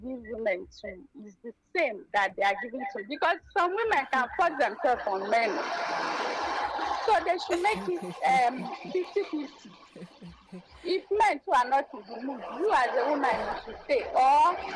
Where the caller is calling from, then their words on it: Enugu State, Nigeria; I'm calling from Enugu-Gwaji.